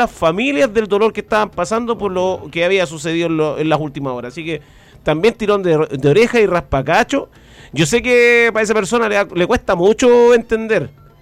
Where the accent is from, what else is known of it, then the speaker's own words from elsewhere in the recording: Pichidegua, O'Higgins, Chile; nosotros somos de Pichidegua y tenemos una vinculación con la comuna, y también un cariño muy grande por San Vicente